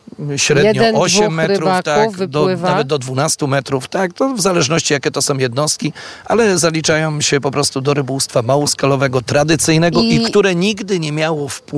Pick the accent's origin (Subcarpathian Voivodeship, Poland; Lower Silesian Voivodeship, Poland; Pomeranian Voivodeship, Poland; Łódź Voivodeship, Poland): Pomeranian Voivodeship, Poland; czuję się po prostu przede wszystkim Polakiem, ale też Kaszubem.